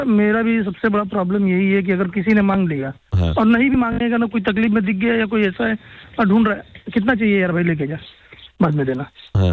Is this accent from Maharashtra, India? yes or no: yes; Mumbai, Maharashtra, India; आप दिल्ली से हैं, मैं मुंबई से हूँ